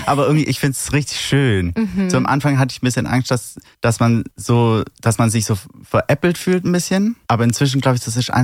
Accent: Baden-Württemberg, Germany

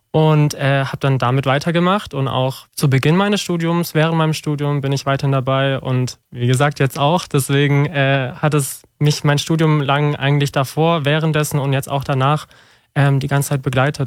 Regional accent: Filderstadt, Baden-Württemberg, Germany; ich bin 24 Jahre alt, komme aus der Nähe von Stuttgart. Ich sag immer Filderstadt, oben da, wo der Flughafen ist.

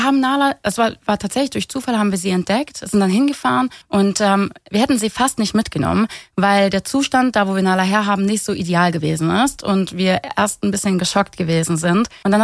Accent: Baden-Württemberg, Germany; Wir kommen aus der Nähe von Stuttgart

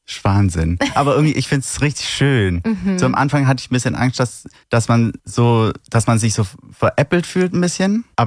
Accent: Baden-Württemberg, Germany

